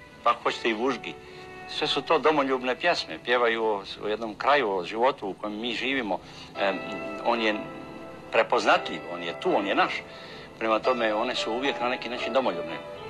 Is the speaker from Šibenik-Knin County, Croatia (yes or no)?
yes; Šibenik, Šibenik-Knin County, Croatia; Ja sam eto iz Dalmacije, Šibenika, tamo se zaista puno pjeva, znaš što, te dalmatinske narodne pjesme.